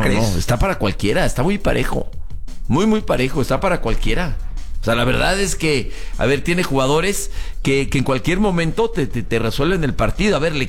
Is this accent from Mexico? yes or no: yes; Mexico City, Mexico; born there